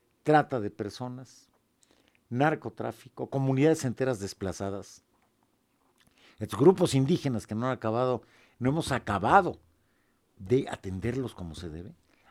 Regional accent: Mexico; yo soy Pueblo de México, ¿eh? Toco en la guitarra música popular, me gusta la comida popular, y pueblo este país, y trabajo en este país, pago impuestos en este país

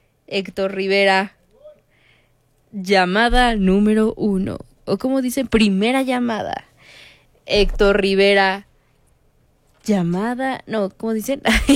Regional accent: Cuba; Efectivamente, soy cubana.

